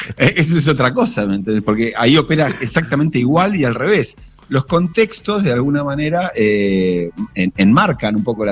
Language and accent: Spanish; Argentina; por lo menos en Argentina, y dicho como argentino